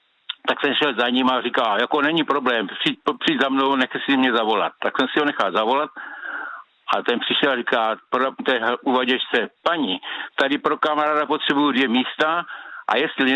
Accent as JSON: {"language": "Czech", "town": "Husovice", "region": "South Moravian Region", "country": "Czechia", "said": "Já jsem původem z Husovic, takže mám k divadlu Svatoboj, kde Zimmermanni velice často vystupovali."}